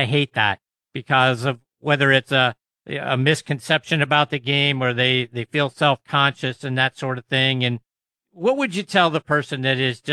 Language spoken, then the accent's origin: English; Pittsburgh, Pennsylvania, United States; But you know me, I'm from Pittsburgh. I'm a Penguins fan.